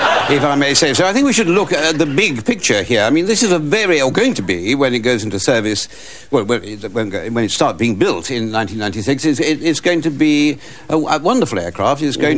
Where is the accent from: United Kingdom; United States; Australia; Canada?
United Kingdom; We're the British, aren't we?